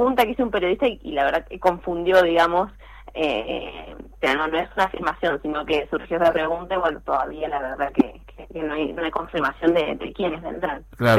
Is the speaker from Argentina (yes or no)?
yes; Neuquén, Argentina; de qué somos capaces los neuquinos